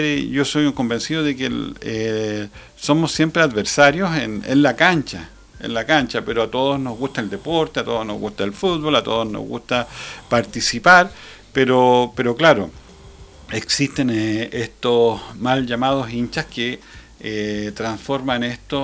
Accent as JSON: {"language": "Spanish", "town": "Santa Cruz", "region": "O'Higgins", "country": "Chile", "tie": "born there", "said": "yo de niño tengo amigos ahí en Paniahue, y cuando iba a jugar ellos siempre decían, no, yo voy a Santa Cruz. Y claro, pues a uno que es de acá le parece raro, siendo que la comuna es la misma."}